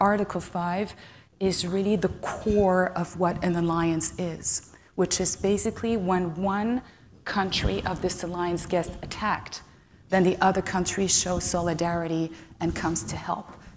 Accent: New York, United States; And yet I grew up in New York, so it's a kind of weird, weird kind of mix

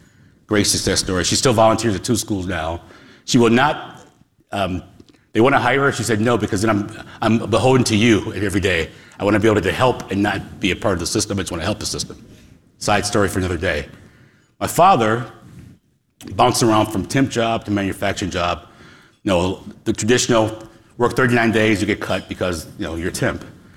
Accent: Wisconsin, United States; now in Pittsburgh, United States; I'm from Wisconsin originally. You know, I live in Pittsburgh now, but I'm not a Pittsburgher.

